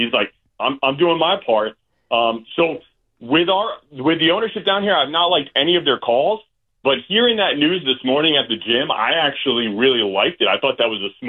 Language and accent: English; Westchester, New York, United States; now in Tampa, United States; These guys down here in Tampa, I'm originally from Westchester, but I noticed down here, they really have taken a liking to the Bucs